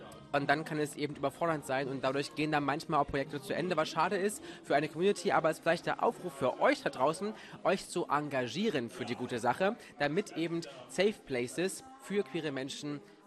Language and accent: German; Cottbus, Brandenburg, Germany; ursprünglich gar nicht von hier komme und es deswegen gar nicht erleben konnte und einen anderen Club in meiner Heimat Cottbus gesehen habe